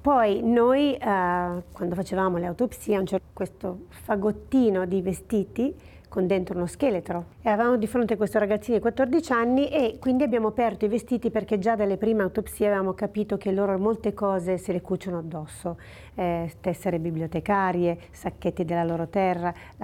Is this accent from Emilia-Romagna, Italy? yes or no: no; Pontestura, Piedmont, Italy; Io so che … il mio paese natio, che è Pontestura, che è vicino a Casalemmo Ferrato, è Pontestura